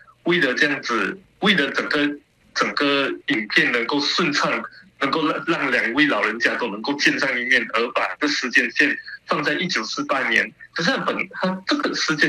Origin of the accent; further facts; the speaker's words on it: Malaysia; accent: Malaysian; 我用我们马来西亚的口音